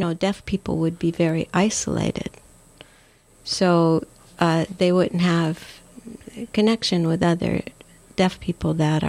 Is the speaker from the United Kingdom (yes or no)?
yes; England, United Kingdom; also born or lived in Ohio, United States; Made in England, born in Ohio, moved to England when I was a child